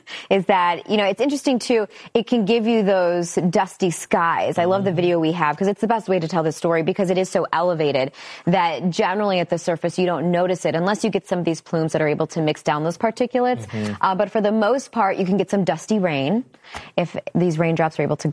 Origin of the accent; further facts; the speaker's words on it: Detroit, Michigan, United States; You know, I told you that my memory of growing up in Detroit and not having central air conditioning.